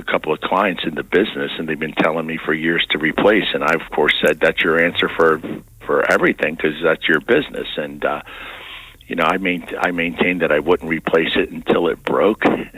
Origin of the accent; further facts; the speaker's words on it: United States; yes, I'm American, 100%.